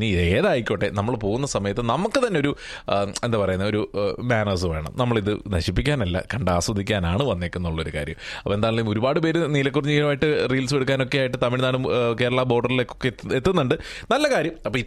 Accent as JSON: {"language": "Malayalam", "region": "Kerala", "country": "India", "said": "ഞങ്ങളുടെ നാട്ടിൽ ഈ ആലപ്പുഴയിലും അതുപോലെ തന്നെ കോട്ടയത്തും"}